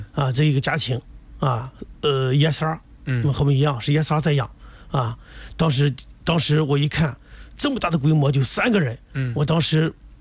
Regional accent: Rizhao, Shandong, China; 他来过我日照我的老家两次

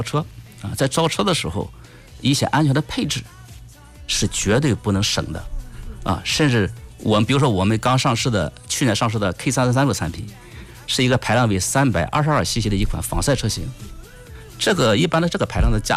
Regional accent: Shandong, China; 非常山东，我们山东人就这样。

